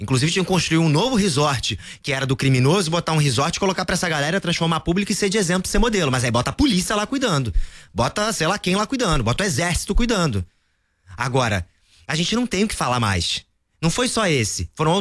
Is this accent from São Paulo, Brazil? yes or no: no; Rio de Janeiro, Brazil; Eu sou da Tijuca, né?